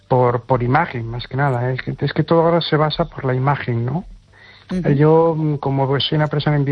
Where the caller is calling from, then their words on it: Spain; de Pueblo de Moiro.